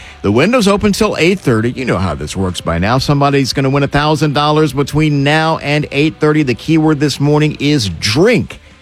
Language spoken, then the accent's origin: English; Tennessee, United States; I grew up in Tennessee myself. Loved … Dollywood was one of our big family vacations. You know, didn't go to Florida. We went to Dollywood.